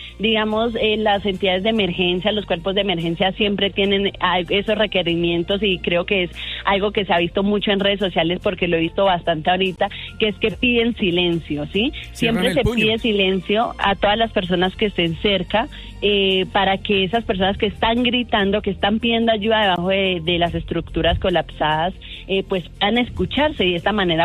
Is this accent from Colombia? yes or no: yes; Colombia; Es un momento donde todos como colombianos tenemos que ayudarnos unos con otros.